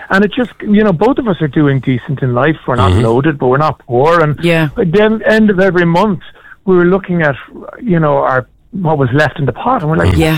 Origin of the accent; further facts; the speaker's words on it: Dublin, Leinster, Ireland; moved away as an adult; now in Spain; I'm a very proud Dub. I love Dublin.